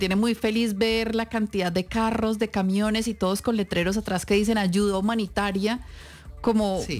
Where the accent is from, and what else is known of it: Colombia